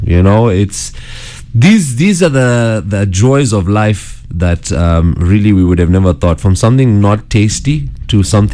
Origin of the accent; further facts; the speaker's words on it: Mombasa, Mombasa County, Kenya; When I moved from Mombasa to Nairobi, all of a sudden they're like, hey, look at this guy. He has brown teeth in the front.